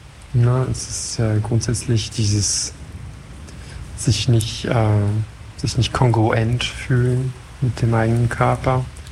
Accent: France; now in Berlin, Germany; Ich komme aus Frankreich ursprünglich. Ich wohne aber seit Ewigkeiten schon hier in Berlin, in Deutschland.

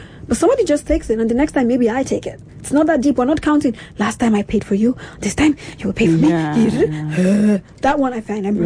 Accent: Nigeria; now in Germany

